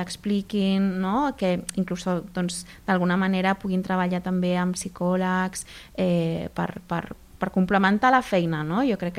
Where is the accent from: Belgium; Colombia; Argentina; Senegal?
Argentina; now in Caldes, Spain; jo sóc de l'Argentina